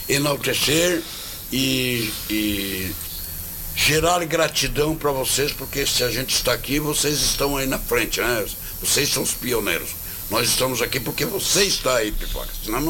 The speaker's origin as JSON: {"language": "Portuguese", "country": "Brazil", "tie": "born or raised there", "said": "o povo olerense, onde me criei, sou filho de Olerense"}